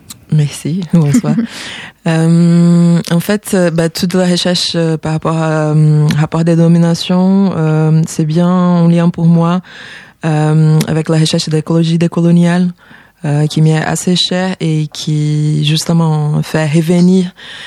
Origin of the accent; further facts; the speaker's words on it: Rio de Janeiro, Brazil; French is a second language; un voyage d'exploration qui est arrivé à chez moi, à Rio de Janeiro.